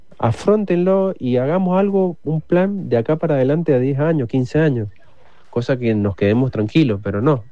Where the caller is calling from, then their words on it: Luján, Mendoza, Argentina; Acá yo vivo en Can Luján.